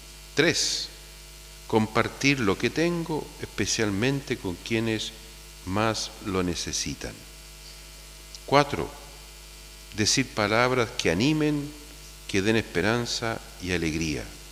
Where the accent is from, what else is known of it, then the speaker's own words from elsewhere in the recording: Chile; una vez yo estando en el extranjero, en un país, me dolió mucho cuando me presentaron y me dijeron, y le dijeron a esta persona, él es chileno.